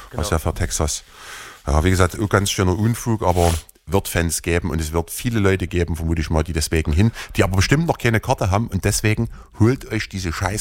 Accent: Germany; gerade wir als Deutsche, die gerne auf Führer stehen oder so

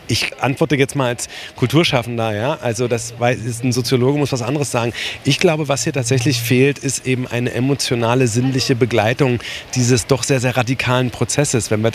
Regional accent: Saxony-Anhalt, Germany; born there

